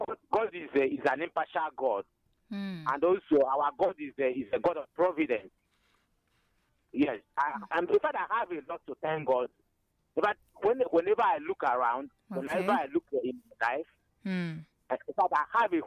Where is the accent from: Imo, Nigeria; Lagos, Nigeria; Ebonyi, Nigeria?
Ebonyi, Nigeria; Nkomoro; as usual. I'm meeting you from my hometown here in Nkomoro, which is located in Inyaba, the women's center of Ebonyi State.